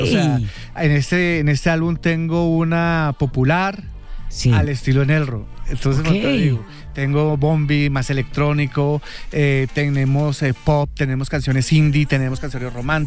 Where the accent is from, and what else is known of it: Bogotá, Colombia; now in Miami, United States